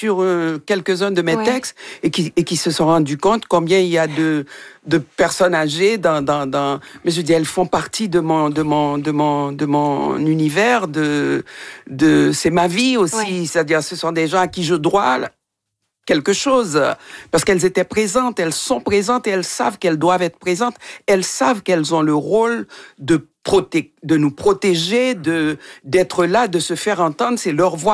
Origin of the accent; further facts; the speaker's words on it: Haiti; moved away; que j'ai quitté Haïti.